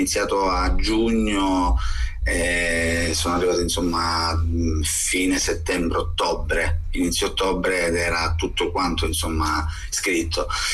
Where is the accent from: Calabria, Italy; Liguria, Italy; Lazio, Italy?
Calabria, Italy; essendo calabrese, io comunque qui in Calabria